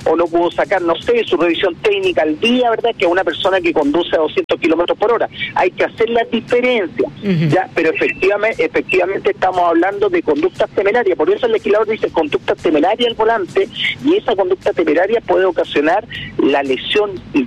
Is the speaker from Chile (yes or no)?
yes; Viña del Mar, Valparaíso, Chile; porque yo soy de la Quinta Región, soy de Viña del Mar, vi lo que ocurrió.